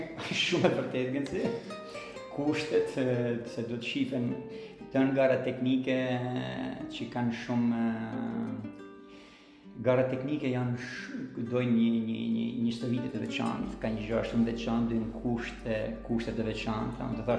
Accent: Shkodër, Shkodër County, Albania; ne si Shkodran, e dinti se nuk kemi mu largu nga Shkodra

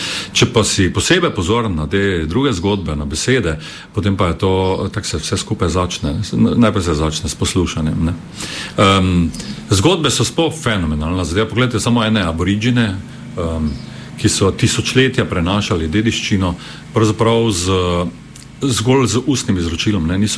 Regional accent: Styria, Slovenia; malo iti na to našo štajarsko, bi rekel, pripadnost naši državi, zdaj, ko je nam praznik za nami, da smo Slovenci

